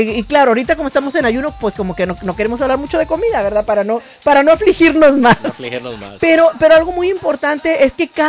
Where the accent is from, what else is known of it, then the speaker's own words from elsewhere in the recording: Tamaulipas, Mexico; tener en el Tamaulipas, que es el estado de donde yo soy